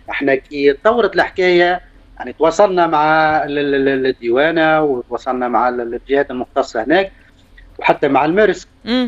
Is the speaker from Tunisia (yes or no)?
yes; Tunisia; moved away as an adult; now in Oman